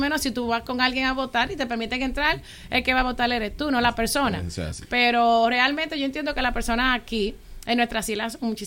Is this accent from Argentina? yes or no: no; Dominican Republic; also born or lived in St. Croix, US Virgin Islands; now in US Virgin Islands; como todos saben que yo soy dominicana, half dominicana, half crucian, mitad dominicana, mitad crucian.